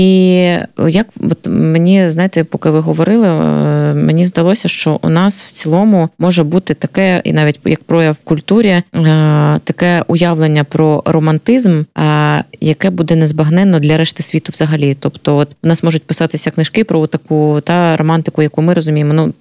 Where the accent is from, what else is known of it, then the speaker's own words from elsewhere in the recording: Luhansk Oblast, Ukraine; я з Донбасу, власне, з Луганщини, і у мене дуже багато подруг, друзів, власне, моїх земляків.